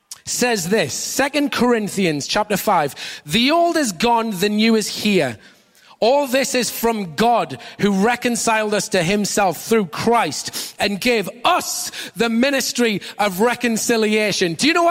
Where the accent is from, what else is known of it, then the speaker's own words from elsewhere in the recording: United Kingdom; now in Australia; I'm British.